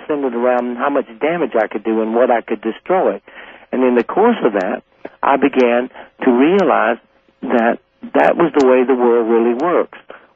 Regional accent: Southern United States, United States; I grew up fighting in the South.

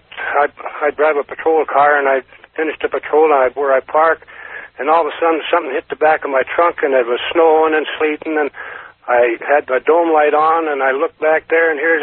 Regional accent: Carson City, Nevada, United States; from Carson City.

